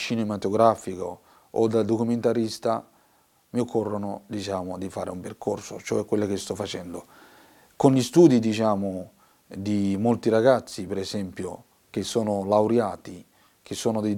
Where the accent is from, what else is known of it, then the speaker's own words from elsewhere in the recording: Mogadishu, Somalia; Italian is a second language; moved away as an adult; now in Italy; La mia apprendistata non è durata molto in Somalia, a Mogadiscio, per motivi, diciamo, di guerra e mancanza di rispetto dei giornalisti. Ho dovuto lasciare il mio paese. Quando sono arrivato qui in Italia